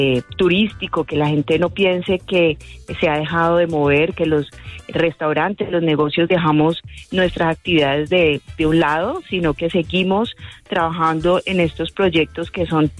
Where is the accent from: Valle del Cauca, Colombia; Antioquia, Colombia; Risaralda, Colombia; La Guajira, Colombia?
Valle del Cauca, Colombia; Cali; tenemos que seguirnos moviendo como caleños, como vallecaucanos y como colombianos